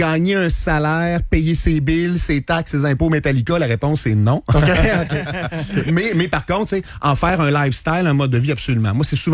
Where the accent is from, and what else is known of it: Rivière-du-Loup, Quebec, Canada; now in Quebec City, Canada